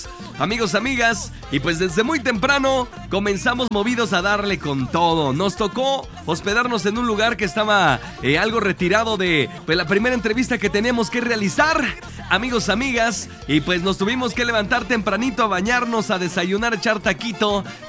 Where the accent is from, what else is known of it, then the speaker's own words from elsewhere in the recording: Yurécuaro, Michoacán, Mexico; Oye, yo soy de San Juan Yurécuaro.